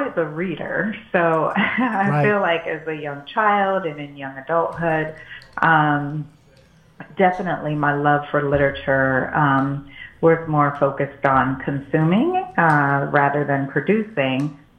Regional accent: West Palm Beach, Florida, United States; moved away as an adult; now in Washington, D.C., United States; but I am first gen. I feel like I'm first gen everything. So born and raised in West Palm Beach, Florida. And, yeah, spent a lot of time in the South.

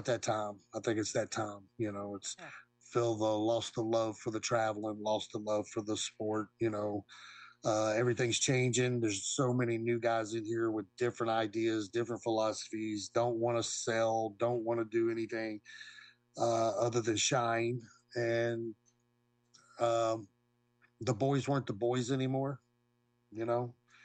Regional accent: Waynesboro, Virginia, United States; I came from Waynesboro, Virginia

